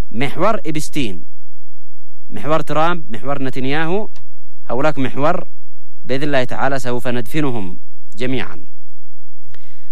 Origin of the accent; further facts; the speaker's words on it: Yemen; احنا كيمنيين نتآخى نتسامح نتصالح،